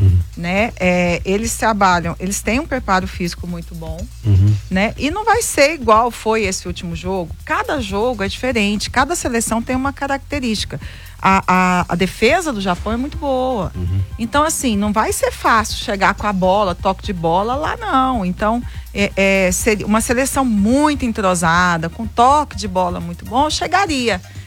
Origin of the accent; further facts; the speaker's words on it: Brazil; Eu sou brasileira